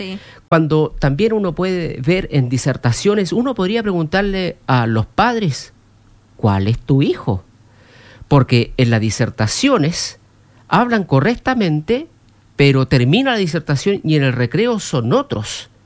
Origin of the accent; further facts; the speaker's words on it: Chile; Yo siendo chileno, a mí no me gusta cómo hablan aquí en Chile porque no pronuncian la D, no pronuncian la S